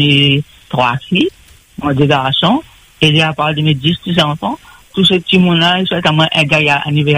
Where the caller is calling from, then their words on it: Réunion; de la ligne de bambou.